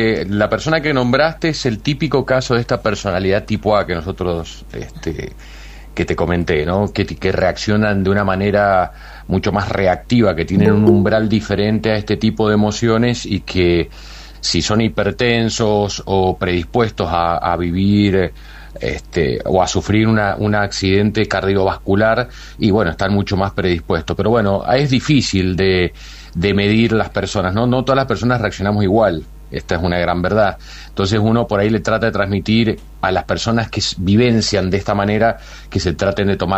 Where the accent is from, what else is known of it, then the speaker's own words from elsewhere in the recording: Argentina; más siendo argentino